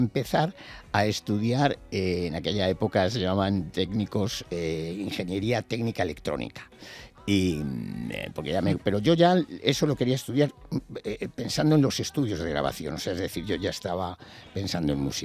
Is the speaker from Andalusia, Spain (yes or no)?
no; Madrid, Community of Madrid, Spain; born there; nací en Madrid y me considero madrileño.